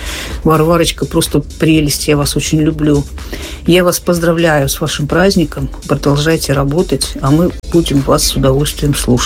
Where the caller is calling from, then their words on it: Saint Petersburg, Russia; из Ленинграда.